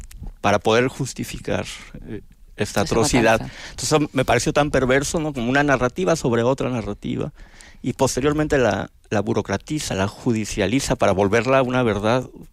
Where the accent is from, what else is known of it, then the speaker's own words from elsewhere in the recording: Mexico City, Mexico; born there; Yo sí, nací en Ciudad de México y pensé que estaba desarrollando una tesis que nunca terminé.